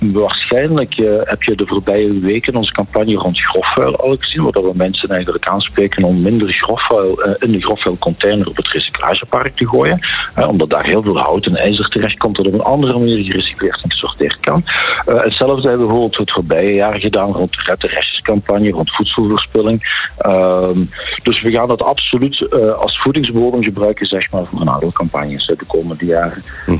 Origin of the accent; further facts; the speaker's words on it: Flanders, Belgium; Maar wij gooien vandaag als Limburgers en als Vlamingen nog veel te veel restafval weg in onze huisvuilzak.